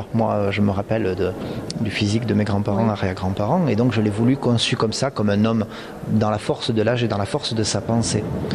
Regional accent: Campan, Occitanie, France; C'est ça, moi je suis originaire de la vallée de Campan.

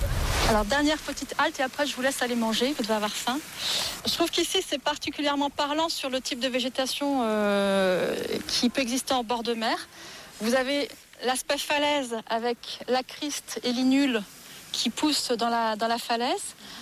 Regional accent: Pornichet, Pays de la Loire, France; now in Belle-Île-en-Mer, France; Je viens du côté de Pornichet, un peu plus urbanisé qu'ici.

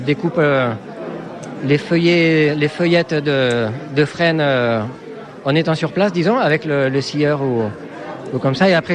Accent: Bourisp, Occitanie, France; j'ai 46 ans et je suis originaire de Bourrispe dans la Vallée d'Or, à côté de Saint-Lary.

